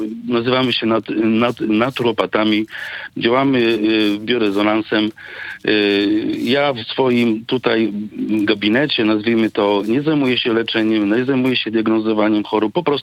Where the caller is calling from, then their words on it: Gorzów Wielkopolski, Lubusz Voivodeship, Poland; Dzwonię z Gorzowa.